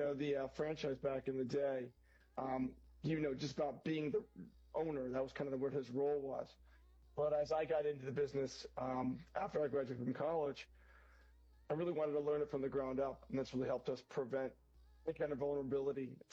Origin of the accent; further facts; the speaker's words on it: Pennsylvania, United States; I grew up in suburban Philadelphia, and I'm the fifth of six children.